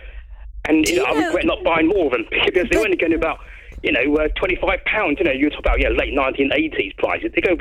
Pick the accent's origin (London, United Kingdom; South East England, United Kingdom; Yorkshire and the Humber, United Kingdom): South East England, United Kingdom; Brighton; now in Crawley, United Kingdom; I was back home in Brighton, you know, my hometown, you know, where I was born and brought up. But I'm back in Crawley today.